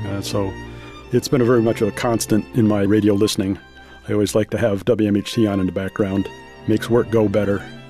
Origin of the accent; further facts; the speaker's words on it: Ballston Lake, New York, United States; I'm from Ballston Lake.